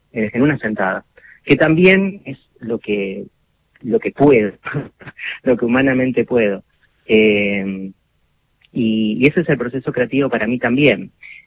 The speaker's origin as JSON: {"language": "Spanish", "town": "Sarmiento", "country": "Argentina", "said": "al menos las de mi pueblo, yo soy de un pueblo, yo soy de Sarmiento"}